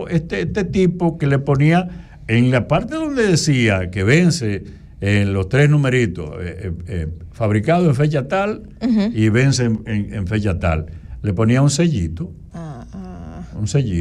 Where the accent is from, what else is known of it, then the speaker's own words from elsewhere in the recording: Dominican Republic; somos los dominicanos